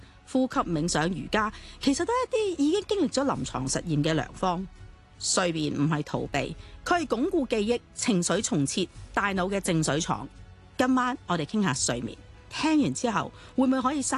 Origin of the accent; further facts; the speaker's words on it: Hong Kong; 我们香港人